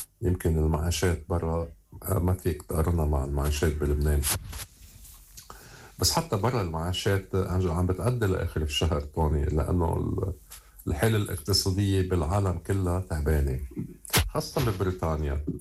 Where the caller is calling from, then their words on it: Liverpool, North West England, United Kingdom; من ليفربول